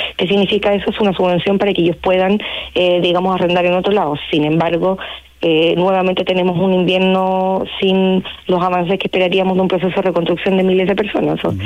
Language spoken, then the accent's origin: Spanish; Chile